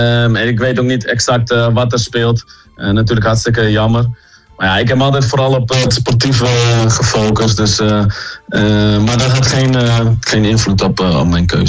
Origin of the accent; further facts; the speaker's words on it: Groningen, Netherlands; ik ben een Groninger.